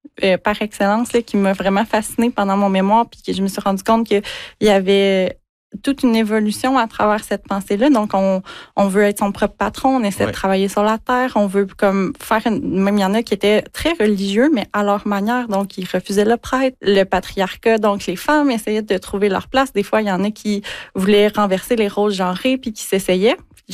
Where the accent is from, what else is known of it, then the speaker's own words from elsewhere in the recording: Quebec, Canada; dont on est dépouillé en tant que Québécois